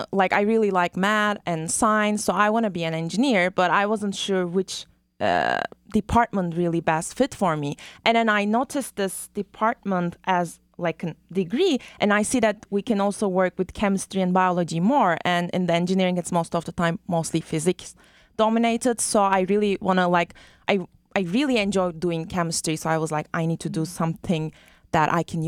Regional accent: Turkey; moved away as an adult; now in California, United States; Yeah, so I'm from Turkey and I go to the Middle East Technical University in the capital of Turkey, which is Ankara.

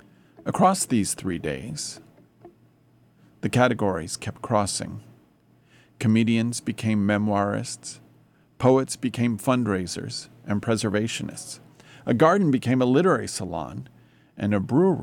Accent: Washington, District of Columbia, United States; now in Davis, United States; I grew up in Washington, D.C., in the shadow of the National Mall, the Kennedy Center for the Performing Arts, and the 930 Club. Now that I live in Davis and move often between Davis and Sacramento

